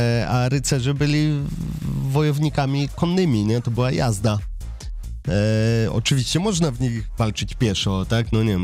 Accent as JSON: {"language": "Polish", "town": "Giżycko", "region": "Warmian-Masurian Voivodeship", "country": "Poland", "said": "Więc ja osobiście jestem z Giżycka i tą swoją mazurskość lubię podkreślać."}